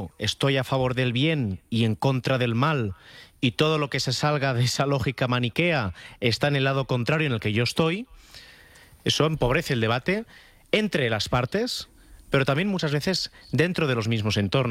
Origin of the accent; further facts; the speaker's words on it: Catalonia, Spain; aunque yo vengo del futuro, porque vengo de Cataluña y ya hemos pasado por procesos similares